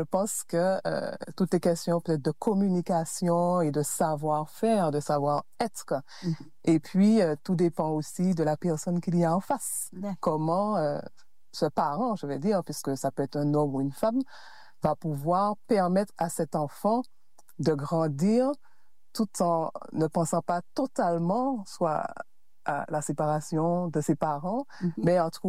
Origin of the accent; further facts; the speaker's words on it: Le Robert, Martinique; Eh bien, j'ai grandi au Robert. Hein? Je suis née en Martinique.